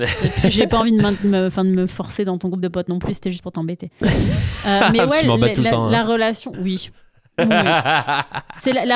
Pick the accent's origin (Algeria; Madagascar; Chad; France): France; first language French; moved away as an adult; now in Canada; je suis française